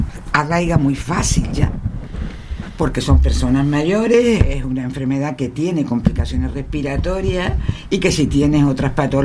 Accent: Canary Islands, Spain; a mí, por ejemplo, como canaria

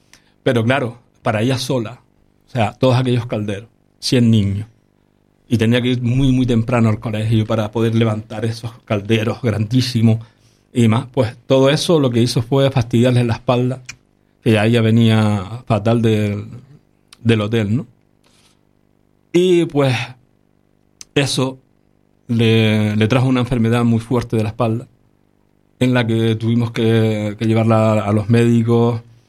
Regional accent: Las Palmas de Gran Canaria, Canary Islands, Spain; also born or lived in La Calzada, Gran Canaria; yo nací en La Calzada, pero a los 3 meses más o menos, mis padres me trajeron a Las Palmas. ¿Vale? Le dieron casa en Las Palmas, en este caso en el Polvorín. Y nos trajeron a Las Palmas.

